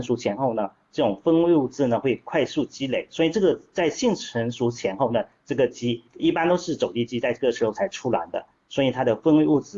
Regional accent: Guangdong, China; 这是我们广东人的个经验的总结

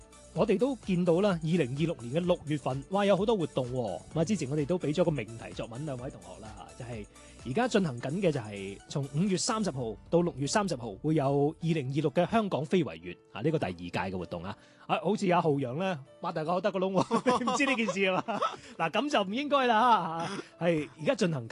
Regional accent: Guangdong, China; 我哋广府人好中意意头噶嘛

